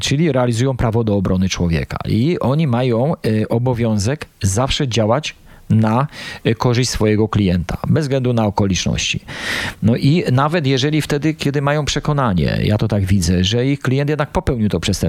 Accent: Lesser Poland, Poland; Ja jestem z krwi i kości Małopolaninem od chyba XVI wieku

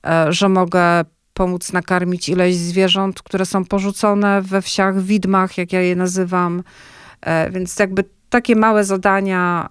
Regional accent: Pomeranian Voivodeship, Poland; ja wyrosłam na Pomorzu w cieniu Solidarności albo w słońcu Solidarności.

